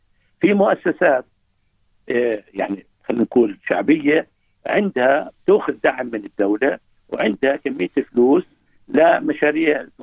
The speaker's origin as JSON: {"language": "Arabic", "town": "Beit Sahour", "region": "Bethlehem Governorate", "country": "Palestine", "said": "أنا من بيت ساحور."}